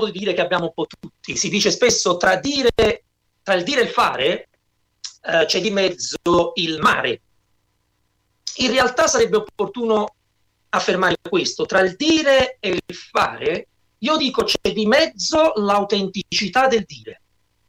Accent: Naples, Campania, Italy; now in Pozzuoli, Italy; Come si sente un po' anche dalla mia accento, non credo neanche un po'. Sono nativo di Napoli, sono napoletano, vivo a Pozzuoli da moltissimi anni

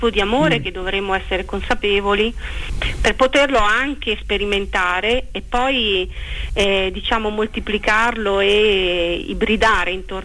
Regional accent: Verona, Veneto, Italy; io sono veneta, sì, veronese, nasco

